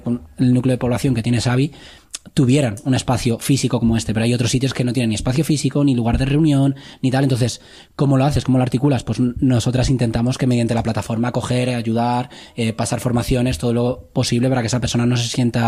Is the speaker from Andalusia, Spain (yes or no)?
no; Madrid, Community of Madrid, Spain; es que originalmente vine de Madrid.